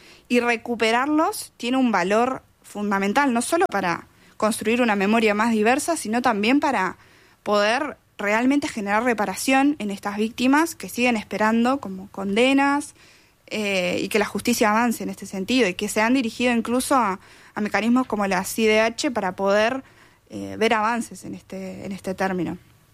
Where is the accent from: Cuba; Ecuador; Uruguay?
Uruguay; como uruguayos y uruguayas